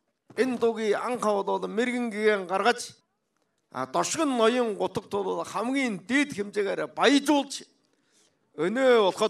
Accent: Ordos, Inner Mongolia, China; born or raised there

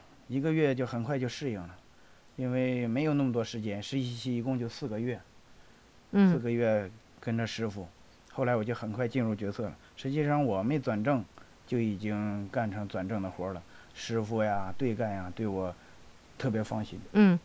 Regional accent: Inner Mongolia, China; moved away as an adult; also born or lived in Baotou; now in Ordos, China; 我老家是西安盟的，大学学的机电专业

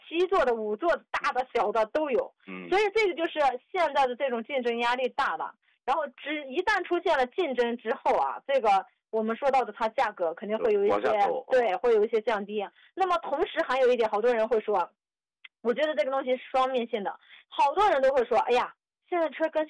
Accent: China; 我们中国人

